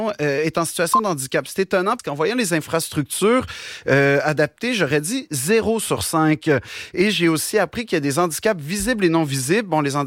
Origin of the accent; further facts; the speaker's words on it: Quebec, Canada; accent: Quebec; Mais je savais pas que l'accent québécois me qualifiait tant que ça pour les Paralympiques.